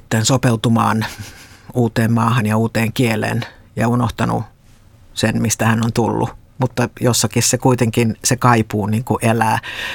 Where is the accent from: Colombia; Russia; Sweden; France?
Sweden; Mä sanon, että mä tulen Ruotsista, niin sitten useimmiten ilme on vähän sieltä, että ahaa, sä tulet Ruotsista. Mutta sitten jatkan, että olen suomalainen.